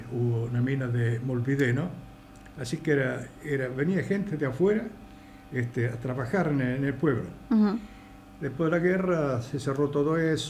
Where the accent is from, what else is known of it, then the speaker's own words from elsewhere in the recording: Bivongi, Calabria, Italy; now in Argentina; mi pueblo actualmente de 1.300 habitantes.